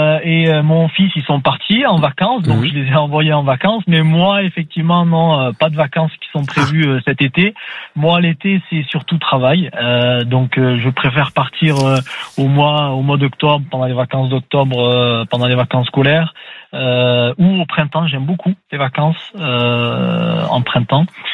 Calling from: Cavaillon, Provence-Alpes-Côte d'Azur, France

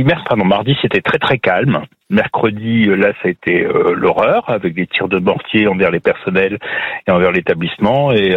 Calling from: Lille, Hauts-de-France, France; je suis à Lille

